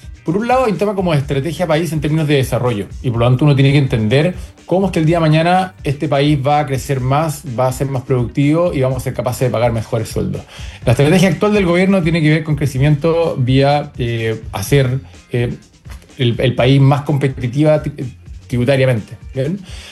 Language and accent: Spanish; Chile; lo que estamos acostumbrados todos los chilenos